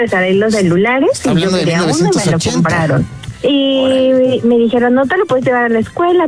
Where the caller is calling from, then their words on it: Mexico City, Mexico; De Coyoacán.